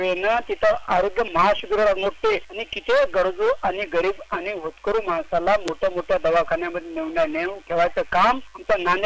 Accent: Maharashtra, India; साहित्यिक आहे, मी मराठी आहे मॅडम.

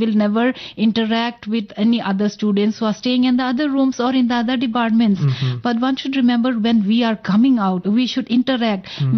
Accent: Manipur, India; I'm from Manipur, but MSc students studying in botany, they never come to me for consultation.

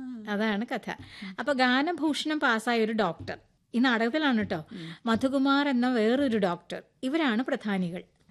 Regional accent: Paravur, Kerala, India; ഞാൻ എന്റെ കുട്ടിക്കാലത്ത്, അതായത് ഞാൻ 7-ാം ക്ലാസ്സിൽ പഠിക്കുമ്പോൾ, അത് പറവൂര് ഞങ്ങളുടെ ഗ്രൗണ്ടില്, എന്റെ വീടിനടുത്താണ് ആ ഗ്രൗണ്ട്, അവിടെ അത് കളിച്ചിട്ടുണ്ട് കുറെ നാള്.

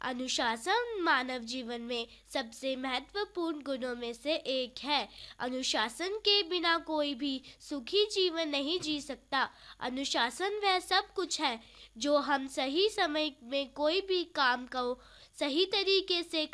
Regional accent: Bhaderwah, Jammu and Kashmir, India; कक्षा 5वीं से, मैं भदरवा से हूँ।

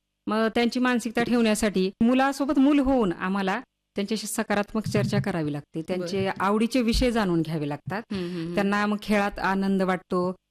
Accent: Devangra, Maharashtra, India; मी आपल्या धाराशिव जिल्ह्यामधीलच कन्या आहे. माझं माहेर आहे देवंगरा तालुका भूम इथलं

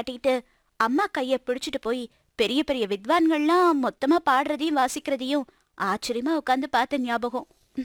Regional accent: Thiruvaiyaru, Tamil Nadu, India; Thiruvaiyaru sir.

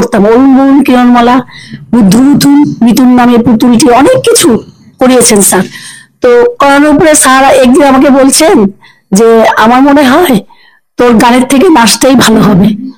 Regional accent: Agartala, Tripura, India; born there; also born or lived in Silchar, Assam; আমার বাবা ট্রান্সফার হয়ে আগরতলায় এসছে 1974, ঠিক আছে। তো তখন থেকে আমরা আগরতলায় থাকি। তো তখন আমি আগরতলায় এসে আমার যদ্দুর মনে পড়ছে, আমি ক্লাস টু তে এসে আগরতলায় ভর্তি হয়েছি, হ্যাঁ বিজয় কুমার স্কুলেই ভর্তি হয়েছি।

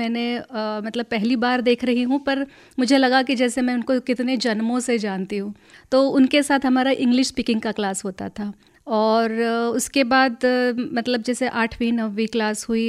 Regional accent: Nagpur, Maharashtra, India; born there; मैं जहाँ पैदा हुई थी नागपुर में, मतलब मैं बहुत ही सामान्य गरीब परिवार में पैदा हुई थी

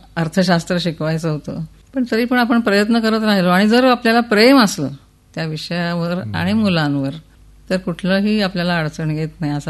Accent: Pune, Maharashtra, India; now in Satara, India; म्हणजे मी लग्न करून पुण्याहून साताऱ्यात आले आणि आनंदात होते, सातारा मला आवडत होते

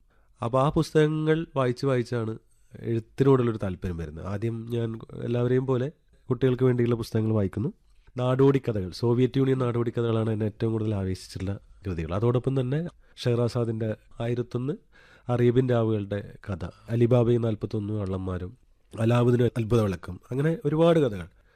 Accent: Kerala, India; born there; അപ്പോൾ എൻ്റെ വീട്ടിൻ്റെ തൊട്ടടുത്ത് റെഡ് സ്റ്റാർ കീക്കാങ്കോട്ട് എന്ന് പറയുന്ന ഒരു ക്ലബ്ബുണ്ട്.

